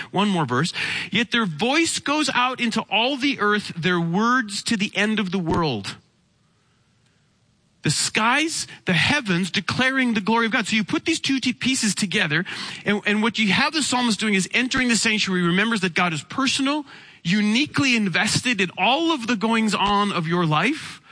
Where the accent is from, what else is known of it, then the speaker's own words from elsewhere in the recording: Canada; As a Canadian kid, I grew up on three channels, two of them that were fuzzy and one of them that wasn't.